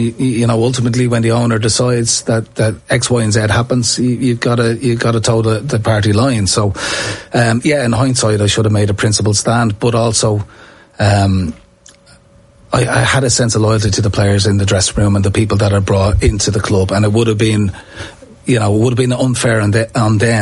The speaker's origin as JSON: {"language": "English", "country": "Ireland", "said": "I suppose sometimes I felt, because I'm the Irish end of things, that I know the Irish market"}